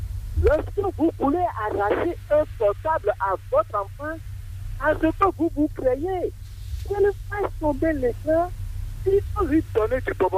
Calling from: Benin; Je suis à Adjoum. Je suis dans la région d'Adjon, je vois tout ce qui se passe.

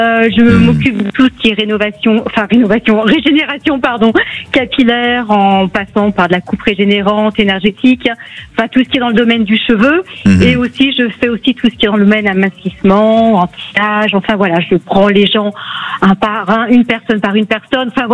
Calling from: Villefranche-sur-Saône, Auvergne-Rhône-Alpes, France; Alors, je vous appelle de Villefranche, dans le Beaujolais, Villefranche-sur-Saône.

